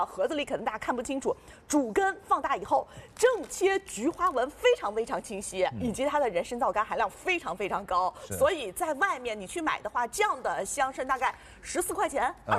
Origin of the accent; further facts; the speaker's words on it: China; 我们中国人讲究一个阴阳平衡